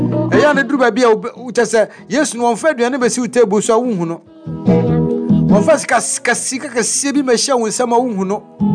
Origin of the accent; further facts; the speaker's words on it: Ghana; I am a Ghanaian. I have no place to go but Ghana. It's my motherland.